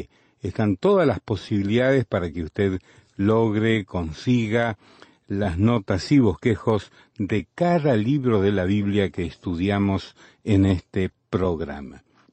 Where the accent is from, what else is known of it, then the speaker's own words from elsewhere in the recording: Guatemala; Yo ya tengo 45 años de edad y hace muchos años que les vengo escuchando aquí en mi país, Guatemala.